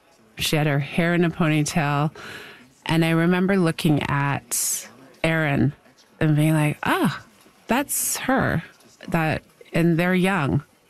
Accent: India; born there; I was born in India to my Tibetan father and my Canadian mother.

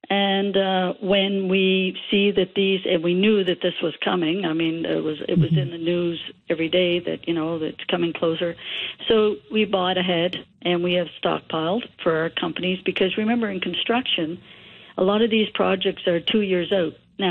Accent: Canada; for me, as a Canadian

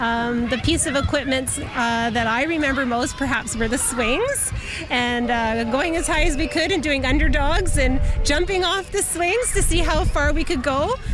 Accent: Toronto, Ontario, Canada; now in Sudbury, Canada; I grew up in Scarborough, Ontario, in the suburbs of Toronto.

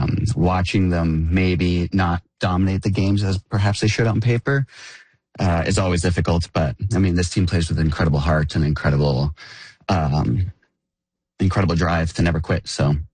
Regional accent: Argentina; moved away; growing up in Argentina, being Argentine, there's so much wrapped up in our identity and our connection to the national team.

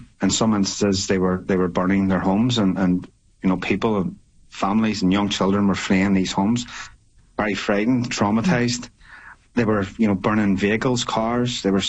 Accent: Belfast, Northern Ireland, United Kingdom; You know, I grew up in West Belfast, which is a nationalist

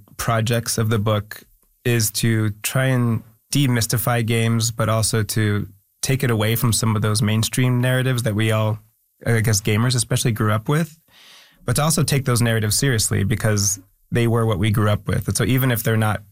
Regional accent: Philippines

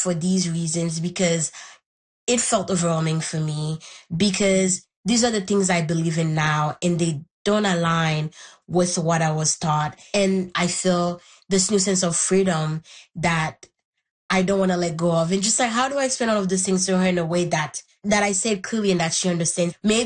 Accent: Haiti; first language Haitian Creole; English is a second language; I grew up in Haiti. My first language is Haitian Creole. My grandma also only speaks Haitian Creole, so we've only have conversation in that language.

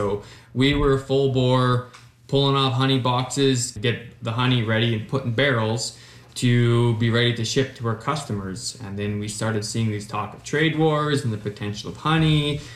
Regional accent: Australia; So I'm an Aussie

